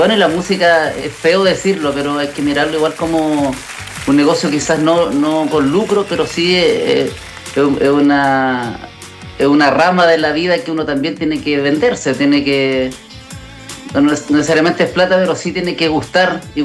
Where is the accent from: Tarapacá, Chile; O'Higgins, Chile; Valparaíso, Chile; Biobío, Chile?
Biobío, Chile; Concepción; moved away as an adult; now in Santiago, Chile; soy de Concepción